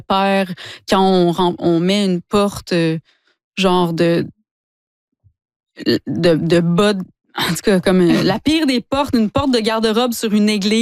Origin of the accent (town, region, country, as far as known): Quebec, Canada; born or raised there